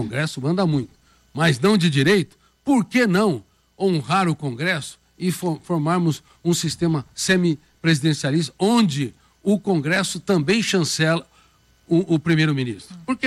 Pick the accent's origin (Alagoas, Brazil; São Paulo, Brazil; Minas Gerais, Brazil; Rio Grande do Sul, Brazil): São Paulo, Brazil; Colina; born there